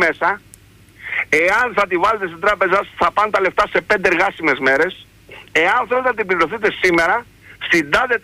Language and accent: Greek; Greece; moved away as an adult; now in England, United Kingdom; Όταν ήρθα στην Αγγλία, την πρώτη φορά που ήρθα στην Αγγλία, είναι πάνω από 25 χρόνια, εγώ έφυγα από την Ελλάδα με επιχειρήσεις, είχα επιχειρήσεις.